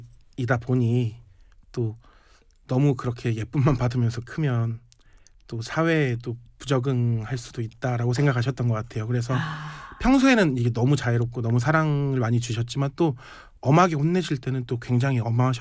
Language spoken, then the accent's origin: Korean; Namwon, North Jeolla, South Korea; also born or lived in Gwangju; 학창 시절을 네. 중학교 때까지는 남원에서 네, 학창 시절을 보냈었습니다.